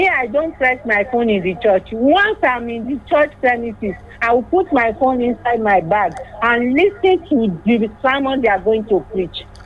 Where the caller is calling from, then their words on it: Cairo, Cairo Governorate, Egypt; from Cairo.